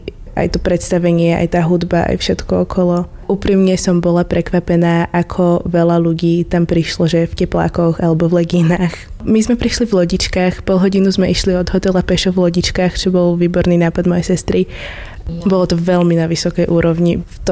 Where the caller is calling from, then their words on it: Rudno nad Hronom, Banská Bystrica Region, Slovakia; a som z Rudna nad Hronom